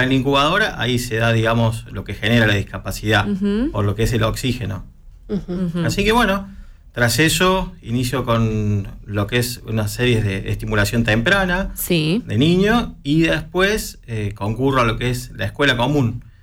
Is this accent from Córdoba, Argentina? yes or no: yes; Córdoba, Argentina; born there; accent: Cordobese tonada; moved away; yo, como la tonada siempre vigente, soy de Córdoba, así que por allá por el año 86 nací.